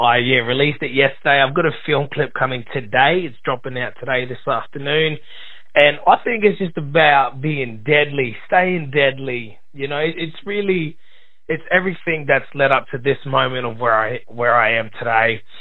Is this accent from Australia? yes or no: yes; Darwin, Northern Territory, Australia; I'm born and raised in Darwin, NT. My mom's based out in Litchfield, which is a Maranangu clan. I'm 23 years old